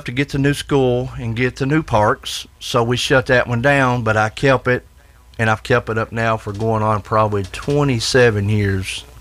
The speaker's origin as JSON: {"language": "English", "country": "United States", "tie": "born or raised there", "said": "I was born and raised in District 2 out on Harris Road."}